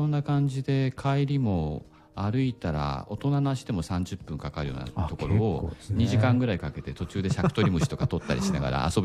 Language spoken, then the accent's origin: Japanese; Meguro, Tokyo, Japan; 私目黒区出身で、まあ、中目黒が近いんですけども、